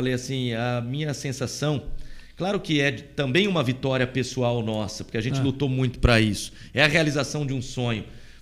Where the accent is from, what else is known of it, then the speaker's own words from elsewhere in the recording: Jaú, São Paulo, Brazil; born there; accent: caipira; Sou de Jaú, sou nascido em Jaú, a família está lá a vida toda. Tenho família também na Barra Bonita, a minha avó é barra bonitense, né, então... Está aqui pertinho de Igaraçu também.